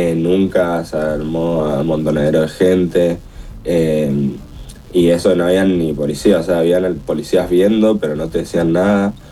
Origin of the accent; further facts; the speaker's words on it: General Alvear, Argentina; yo soy de General Alvear en realidad.